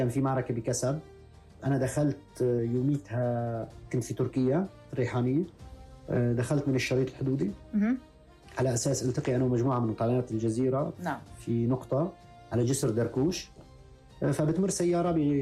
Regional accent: Idlib Governorate, Syria

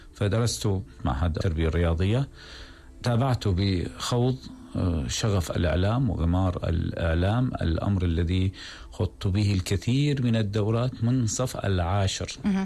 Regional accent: Deir ez-Zor, Deir ez-Zor Governorate, Syria; من دير الزور، من المحافظة التي أعتز بها. وأعتز بالانتماء إليها، وبرأيي بأني كون ابن تلك المحافظة المعروفة بفصاحتها

